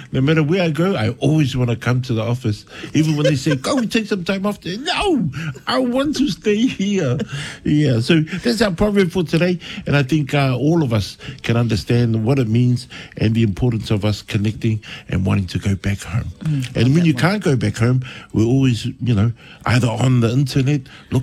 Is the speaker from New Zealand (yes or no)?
yes; Wellington, New Zealand; born there; Even though I was born in Wellington, man, going back home is like something that I have to have as a Samoan, to be able to connect with my roots, my family.